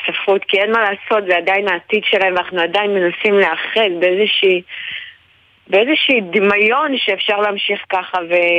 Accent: Shlomi, Northern District, Israel; אני נולדתי בשלומי, אני גדלתי למציאות הזאת.

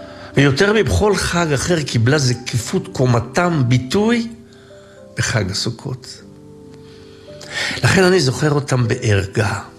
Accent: Jerusalem, Jerusalem District, Israel; אני זוכר סוכות בירושלים, בשכונה שבה נולדתי. היינו ממהרים מן ההבדלה של מוצאי יום הכיפורים לביתנו אשר בבית הכרם.

